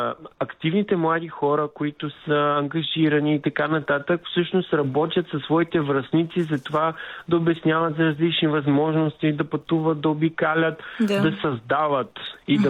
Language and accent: Bulgarian; Varna, Varna Province, Bulgaria; съм от Варна.